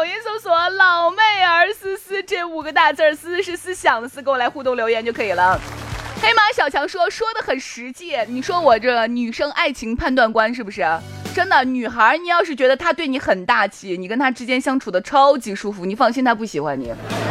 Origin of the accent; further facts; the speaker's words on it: Shaanxi, China; 这是我们那边的方言啊，看有多少人是知道的。我唱一下，毛麻的。咦，这么多人知道呢？我以为这陕西话是加密语言